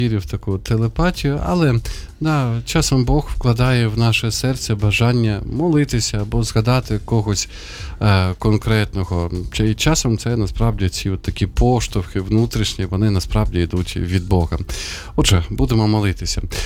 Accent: Sumy, Sumy Oblast, Ukraine; now in Kyiv, Ukraine; я дуже переживаю за там, моє рідне місто, за Суми.

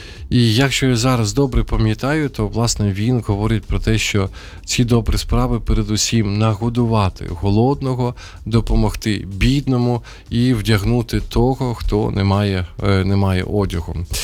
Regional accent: Sumy, Sumy Oblast, Ukraine; moved away; я, наприклад, повернувся зараз із Сум, знову ж таки, моє рідне місто

